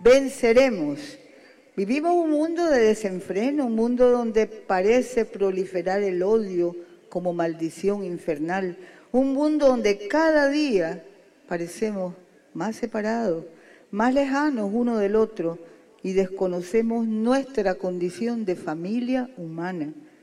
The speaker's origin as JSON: {"language": "Spanish", "country": "Nicaragua", "said": "como revolucionarios, como nicaragüenses patriotas, como sandinistas"}